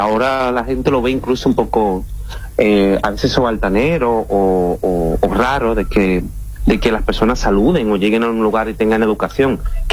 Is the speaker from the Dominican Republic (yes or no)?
yes; Dominican Republic; En Dominicana, sí, en mi niñez